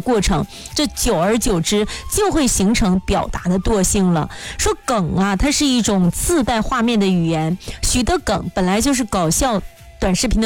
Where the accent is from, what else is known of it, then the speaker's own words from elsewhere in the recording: Northeast China, China; accent: Northeastern (Dongbei) dialect; 可能就是像我们东北方言一样，这个六六六既可以是表扬也可以是讽刺